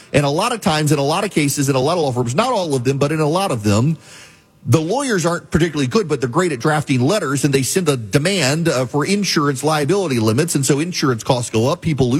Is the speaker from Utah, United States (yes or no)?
no; Louisiana, United States